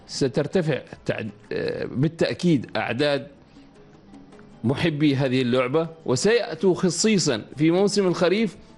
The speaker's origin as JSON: {"language": "Arabic", "country": "Oman"}